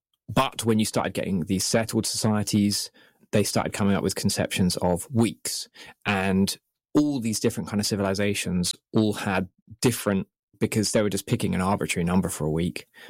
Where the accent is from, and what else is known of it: England, United Kingdom